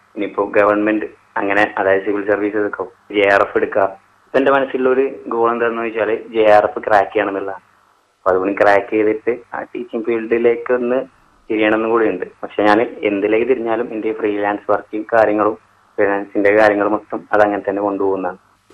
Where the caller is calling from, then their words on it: Pandikkad, Kerala, India; ഞാനിവിടെ പാണ്ടിക്കാട് പറവമ്പുറം എന്ന് പറയും കറക്റ്റ് സ്ഥലം.